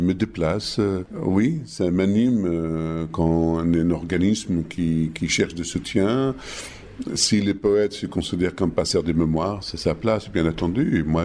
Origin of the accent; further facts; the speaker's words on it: Iraq; French is a second language; now in Paris, France; je suis rentré clandestinement en Irak. Donc, je suis comme un étranger qui va, comme quand je suis venu à Paris, finalement, je parlais la langue. C'est la seule différence que je parle le dialecte. Jusqu'à aujourd'hui, je le parle très bien, le dialecte de mon pays d'orig